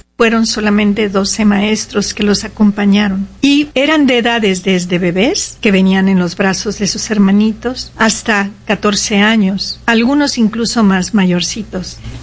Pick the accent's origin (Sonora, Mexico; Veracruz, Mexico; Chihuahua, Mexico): Veracruz, Mexico; now in Seattle, United States; Yo soy originalmente de Veracruz, México, pero llevo varios años radicando en esta hermosa ciudad, la ciudad de Esmeralda, Seattle, donde siempre llueve.